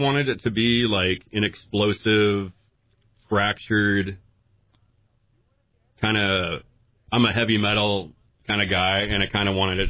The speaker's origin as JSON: {"language": "English", "region": "Pacific Northwest", "country": "United States", "tie": "born or raised there", "said": "I grew up on the Pacific Northwest, and we lived near the ocean"}